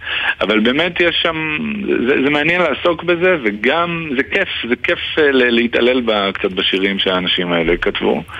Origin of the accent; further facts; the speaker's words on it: Jerusalem, Jerusalem District, Israel; אני גדלתי בירושלים